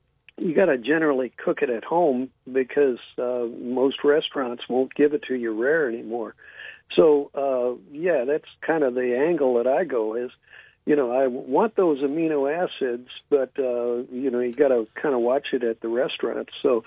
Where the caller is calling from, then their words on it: San Francisco, California, United States; Oh, hey, Ron. Yeah, hey. I'm the guy from San Francisco.